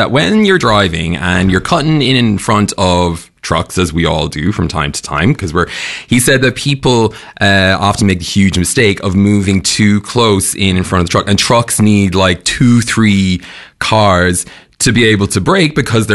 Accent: Ireland; moved away; Because I'm Irish, we kind of like have a very open relationship

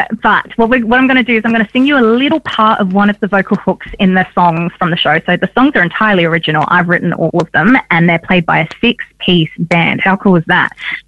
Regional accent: Adelaide, South Australia, Australia; No shade to Adelaide. I do love my hometown, but, you know, Melbourne's got the goods.

